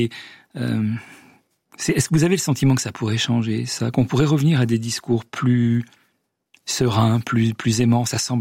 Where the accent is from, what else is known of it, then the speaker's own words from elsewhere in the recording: Switzerland; Vous avez d'ailleurs un titre qui est plus que jamais d'actualité chez vous au Canada, chez nous en Suisse, en Europe